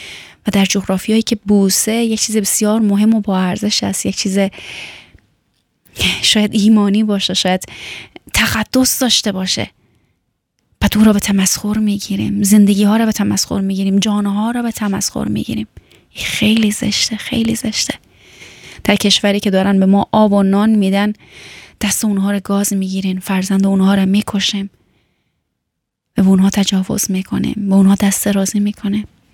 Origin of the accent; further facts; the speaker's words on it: Afghanistan; چون وقتی که میگی من از افغانستان هستم، هموطنهای تو انقدر گل کاشتن که تو دیگه جایی نمیبینی که حرف بزنی و بالاخره سر صحبت باز کنی که من از افغانستان هستم.